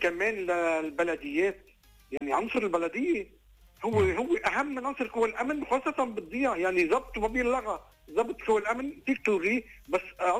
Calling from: North Governorate, Lebanon; من الدنيا

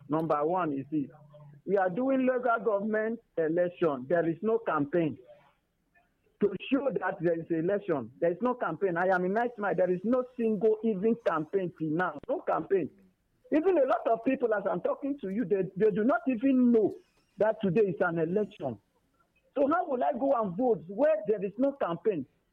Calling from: Enugu State, Nigeria

